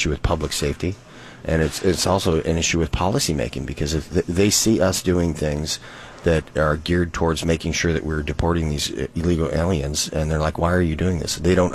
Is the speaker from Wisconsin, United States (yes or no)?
yes; Wisconsin, United States; I'm from Wisconsin